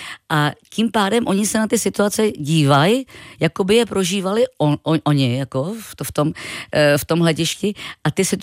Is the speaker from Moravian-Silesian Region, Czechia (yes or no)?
no; České Budějovice, South Bohemian Region, Czechia; to je v podstatě moje dětství v Českých Budějcích.